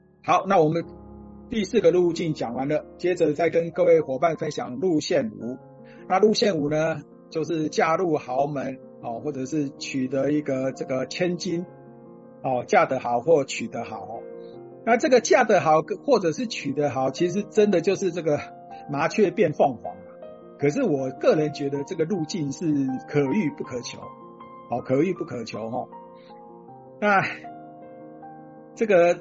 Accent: Taiwan

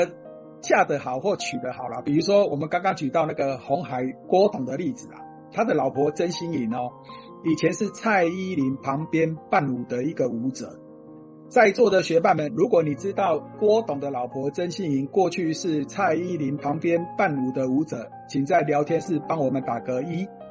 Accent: Taiwan

